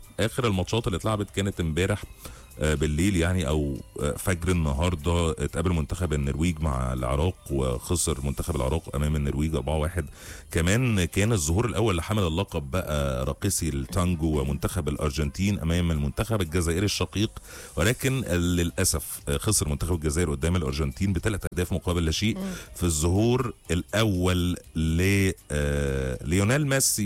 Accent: Egypt; عندنا في مصر

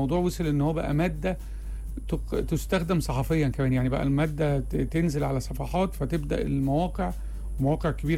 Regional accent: Upper Egypt, Egypt; born there; أنا متربي صعيدي شوية

